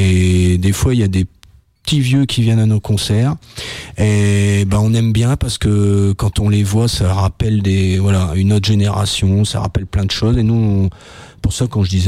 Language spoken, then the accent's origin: French; Vignacourt, Hauts-de-France, France; je viens de la vallée de la Nièvre, et puis j'ai fait toute mon enfance à Vignacourt